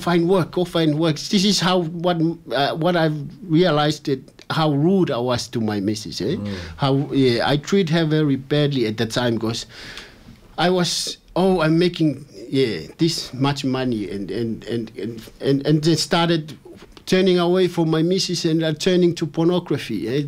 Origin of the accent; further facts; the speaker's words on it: Tonga; Because before I came from Tonga, I can see beautiful girls, beautiful